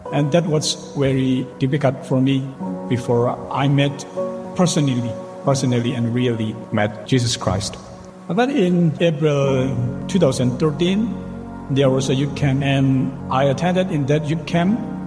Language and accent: English; Myanmar; moved away as an adult; now in Philippines; 31 years old. I'm from northern Myanmar, from the city of Budao